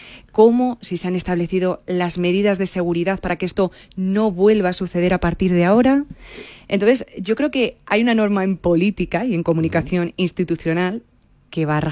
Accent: Spain

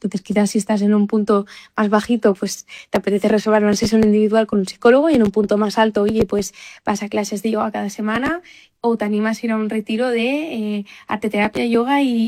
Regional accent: Paris, Île-de-France, France; moved away as an adult; now in Barcelona, Spain; yo me crié en París con mis padres, y ya volví con 18 años a Barcelona.

